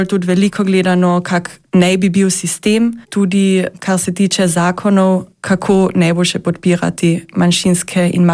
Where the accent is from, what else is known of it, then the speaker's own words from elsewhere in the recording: Carinthia, Austria; first language Slovene; pri nas na Koroškem